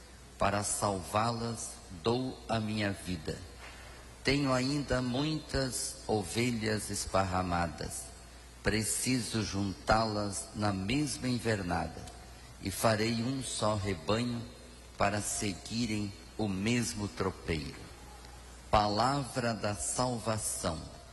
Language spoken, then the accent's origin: Portuguese; Seberi, Rio Grande do Sul, Brazil; Embora eu seja gaúcho, sou gaúcho, né? Sou gaúcho. Nascido aqui, na cidade mais importante do Brasil, que é minha terra natal, não é? Então, a cidade bonita chamada Seberi, bem aí perto.